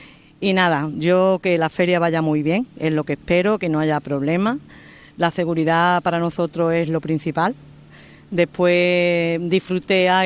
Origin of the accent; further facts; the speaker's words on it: La Puebla de Cazalla, Andalusia, Spain; La gente de mi pueblo lo van a respetar, la gente de mi pueblo la respeta mucho.